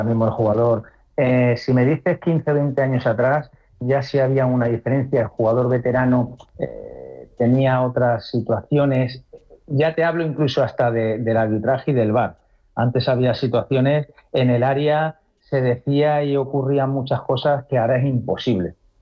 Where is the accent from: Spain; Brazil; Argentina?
Spain; Aragon